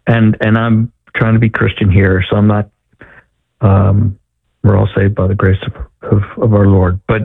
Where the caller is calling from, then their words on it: Aberdeen, Maryland, United States; I was from Richwood, just moved to Aberdeen.